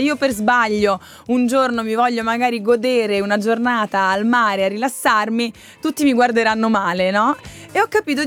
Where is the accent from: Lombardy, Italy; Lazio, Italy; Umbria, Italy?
Lazio, Italy; Rome; Io sono romana, Monterotondo.